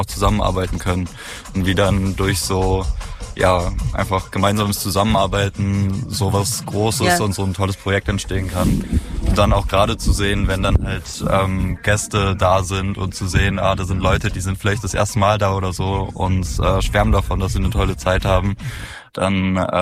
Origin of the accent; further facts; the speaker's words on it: Halle, Saxony-Anhalt, Germany; Ja, wir sind auch aus Halle